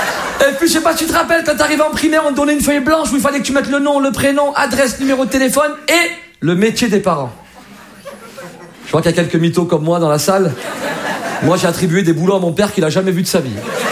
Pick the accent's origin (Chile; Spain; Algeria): Algeria; Ah, alors moi je vous parle d'Algérie parce que je suis originaire d'Algérie. Je m'y rends souvent, pas par plaisir, hein, parce que j'ai de la famille là-bas.